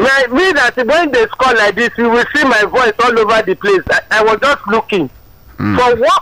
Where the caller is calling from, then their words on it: Iju, Lagos, Nigeria; I'm coming from Iju side.